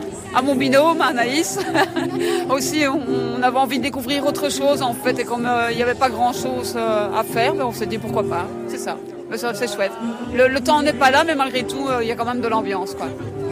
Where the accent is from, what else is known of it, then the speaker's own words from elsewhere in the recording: Durbuy, Wallonia, Belgium; On vient de Durbuy, oui, c'est ça, là, c'est bien, on est bien.